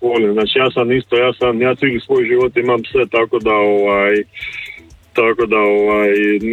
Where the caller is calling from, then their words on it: Zadar, Zadar County, Croatia; mi smo živjeli u centru grada jedno 23-4 godine